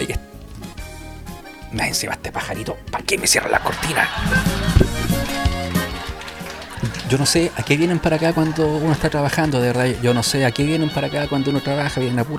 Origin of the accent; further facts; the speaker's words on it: Los Lagos, Chile; born there; yo nací en Chanquiahue